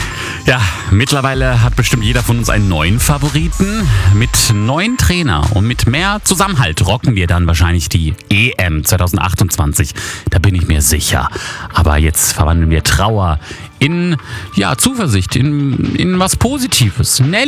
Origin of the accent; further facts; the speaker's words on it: Bosnia & Herzegovina; ich bin auch traurig, dass mein Heimatland Bosnien und Herzegowina auch raus ist.